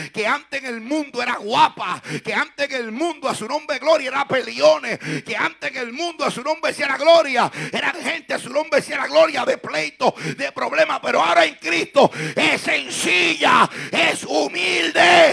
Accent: Puerto Rico; Es un dicho que dice en mi país Puerto Rico.

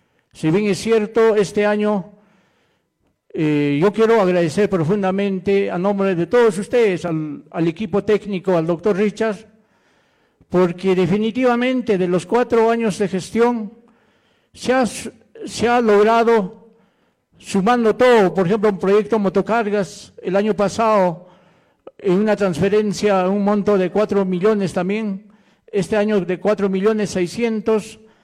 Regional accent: El Collao Province, Puno, Peru; yo soy de provincia del Collao

